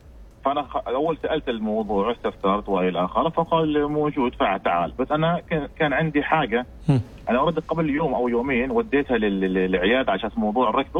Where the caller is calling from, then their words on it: Muscat, Muscat Governorate, Oman; والله من هنا من مسقط.